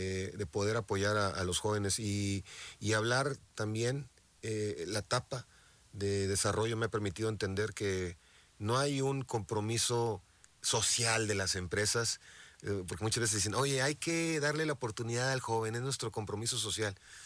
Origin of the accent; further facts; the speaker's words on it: Tamaulipas, Mexico; Yo también soy de Tamaulipas, compadre.